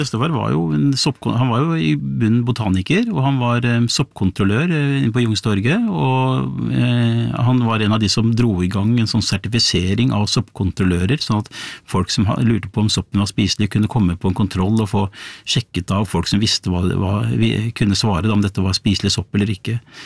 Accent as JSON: {"language": "Norwegian", "town": "Bærum", "region": "Akershus", "country": "Norway", "tie": "born or raised there", "said": "jeg vokste opp I Bærum på 70-tallet, blått og konservativt Bærum."}